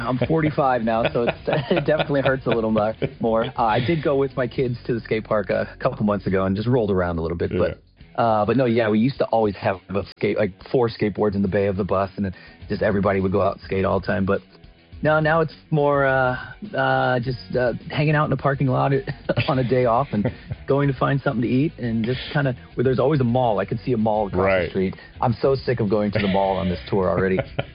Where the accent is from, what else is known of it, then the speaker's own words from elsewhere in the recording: St. Louis, Missouri, United States; we're all from St. Louis and we grew up together skateboarding